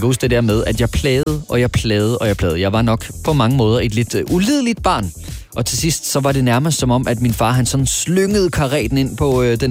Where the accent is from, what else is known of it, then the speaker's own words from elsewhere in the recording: Jutland, Denmark; Jeg voksede op et sted i Jylland, hvor der var en lokal Superbrugs, og så var der en tankstation, men det var sådan set også det.